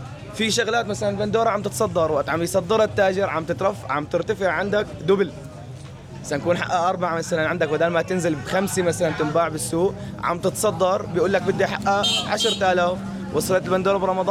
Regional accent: Syria; صرنا يعني عيب الواحد ان احنا سوريين انه نسعر على الدولار

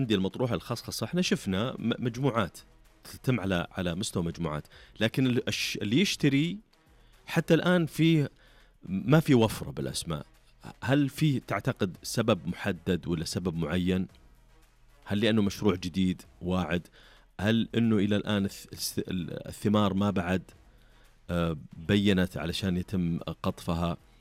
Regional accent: Saudi Arabia; عندنا في السعودية

